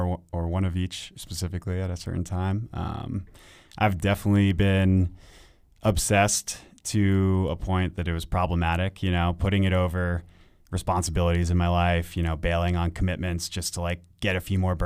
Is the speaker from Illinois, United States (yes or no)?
no; New Jersey, United States; moved away; I'm from New Jersey.